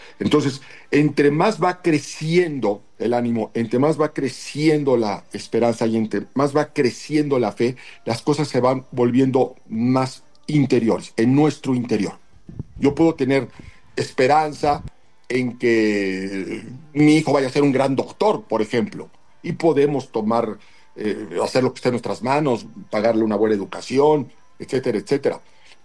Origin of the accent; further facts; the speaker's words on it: Mexico; fue un momento que nos une como mexicanos